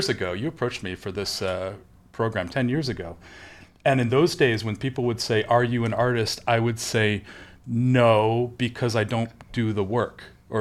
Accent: Albany, New York, United States; I grew up in the 1980s, and in the K-12 system in the U.S., I grew up around the Albany area in cow country.

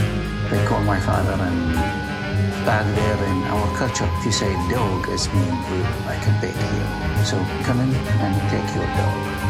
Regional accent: Iraq; I'm from Iraq, south of Iraq. I have two brothers, one of them a doctor, and the other one, he is a math teacher.

